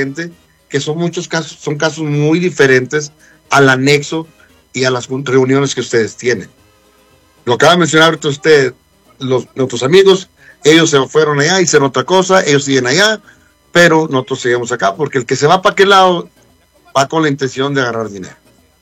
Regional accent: Mexico; Entonces quizás nosotros que venimos de México volvemos a lo mismo.

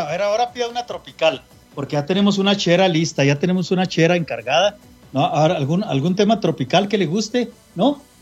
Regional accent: Mexico; como somos de Durango y de Chihuahua

